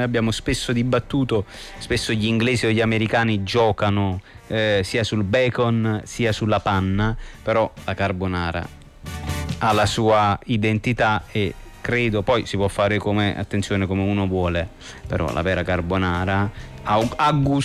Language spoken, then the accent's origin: Italian; Campania, Italy; molto simile al dialetto di Isernia, ad esempio, quindi al molisano, perché noi siamo vicini al Molise, confiniamo. Il mio paese sarà, penso, 25 minuti dal primo comune del Molise, e quindi è un mix tra Campania e Molise.